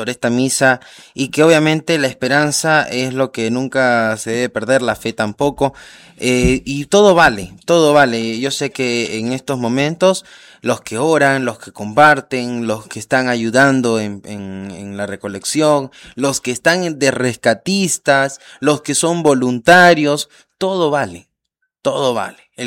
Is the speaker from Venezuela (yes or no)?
yes; Venezuela; now in Tarapoto, Peru; yo también soy venezolano